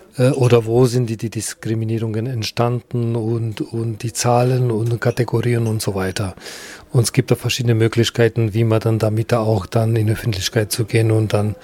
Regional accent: North Macedonia; now in Germany; Noch in meiner Heimatstadt, in Mazedonien, in Ex-Jugoslawien, wir haben dann auch so welche Festivals gemacht.

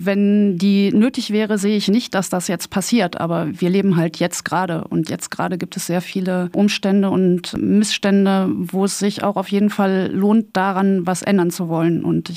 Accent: North Rhine-Westphalia, Germany; born or raised there

